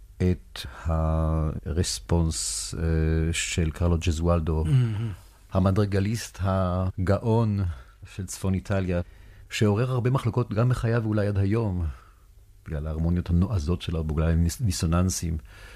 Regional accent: Ramat Gan, Tel Aviv District, Israel; ובבית שלנו ברמת גן בילדותי בשנות ה-30

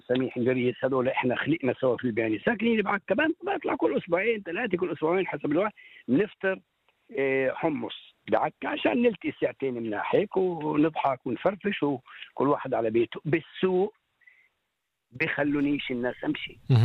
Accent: Palestine; إني أنا أحكي عن جذوري وانتمائي الفلسطيني.

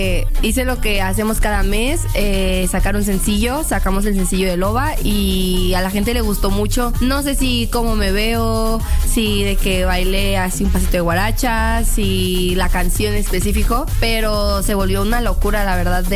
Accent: Tijuana, Baja California, Mexico; La primera guarachera tijuanense.

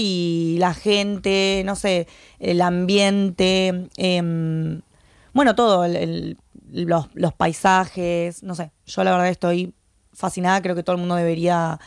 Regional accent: La Plata, Buenos Aires Province, Argentina; now in Madrid, Spain; Yo soy de Buenos Aires, ¿vale? Precisamente de La Plata, que es la capital de Buenos Aires. Pero bueno, es muy cerquita, así que una especie de porteña soy.

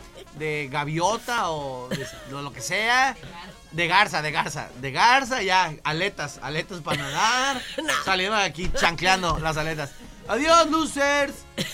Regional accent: Mexico; yo, siendo mexicano

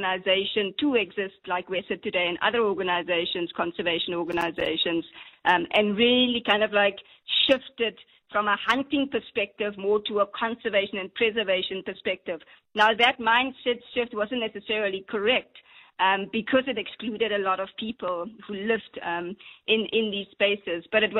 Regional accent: Northern Cape, South Africa; my heritage is from Namaqualand. I'm from the Namaqua people.

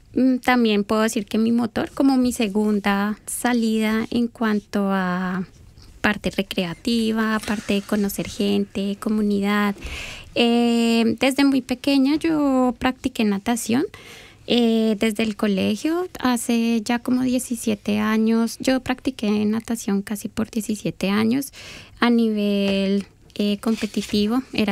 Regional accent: Colombia; moved away; yo decía, soy colombiana, las personas no sabían

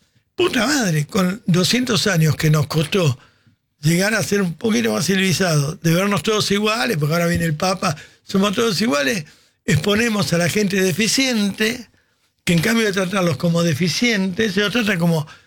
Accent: Argentina; mirá qué bueno que somos los argentinos.

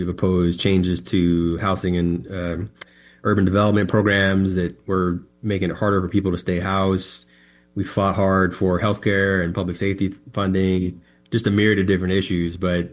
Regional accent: Washington, United States; also born or lived in California; I grew up in Washington. I was born in California, but moved up here when I was a kid.

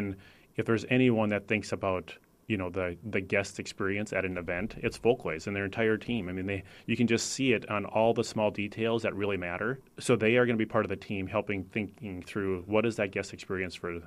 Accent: Wahpeton, North Dakota, United States; now in Fargo, United States; I'm from Wahpeton, and I grew up in my family owned a landscape construction business.

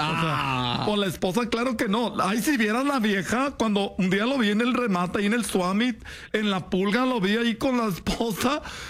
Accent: Michoacán, Mexico; yo voy a andar en las fiestas acá de mi pueblo en Michoacán.

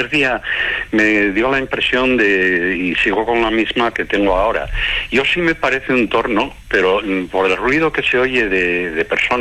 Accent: Langreo, Asturias, Spain; Ese se llama Lanzábal, y es de Langreo, en la cuenca minera.

